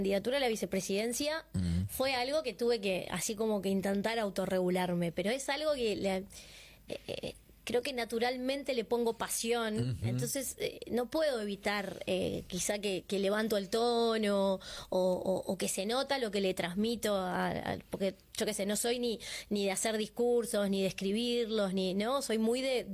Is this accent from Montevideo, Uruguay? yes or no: yes; Montevideo, Uruguay; en realidad nací, soy de Montevideo, uh-huh. Mis padres son de Canelones, de Sauce